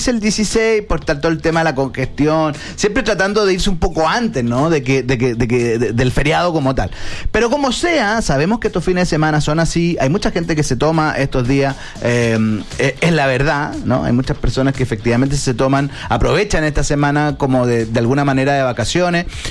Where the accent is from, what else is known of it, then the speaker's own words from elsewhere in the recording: Chile; nosotros como chilenos